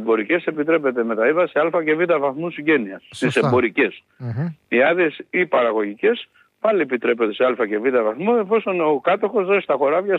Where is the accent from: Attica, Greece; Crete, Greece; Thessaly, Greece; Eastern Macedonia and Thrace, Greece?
Thessaly, Greece; Εγώ είμαι από το Πύλιο, ας πούμε, και έρχομαι στην Αθήνα.